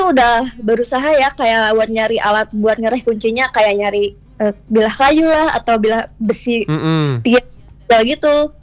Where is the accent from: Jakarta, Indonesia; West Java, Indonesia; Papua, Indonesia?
West Java, Indonesia; Ciamis; Saya asli Ciamis.